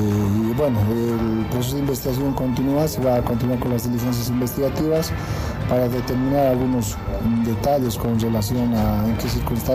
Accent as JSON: {"language": "Spanish", "country": "Bolivia", "said": "nos encontramos todos como ciudadanos bolivianos"}